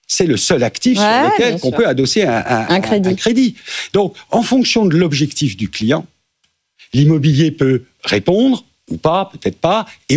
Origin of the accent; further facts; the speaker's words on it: Nantes, Pays de la Loire, France; Moi, nous, on vient de Nantes.